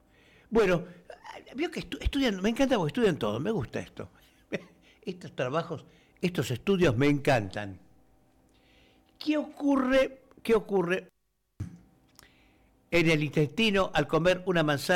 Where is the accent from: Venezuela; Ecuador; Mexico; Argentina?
Argentina; Qué generosos somos los argentinos.